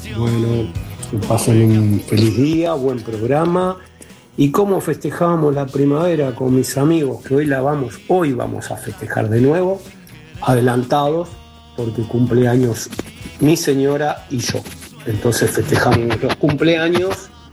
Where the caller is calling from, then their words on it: La Paternal, Buenos Aires, Argentina; Soy de Paternal.